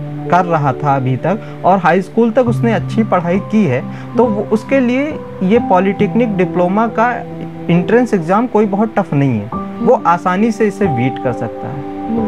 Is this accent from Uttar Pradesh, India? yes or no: yes; Gonda, Uttar Pradesh, India; मैं आवास विकास कॉलोनी गोंडा उत्तर प्रदेश से बिलोंग करता हूँ, मतलब यहीं का ही रहने वाला हूँ, मेनली गोंडा का ही।